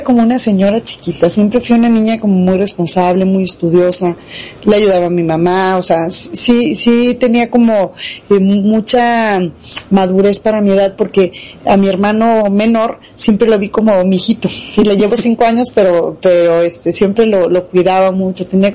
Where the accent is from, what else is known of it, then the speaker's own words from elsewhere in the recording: Guadalajara, Jalisco, Mexico; yo soy de aquí de Guadalajara, nací en una familia de tres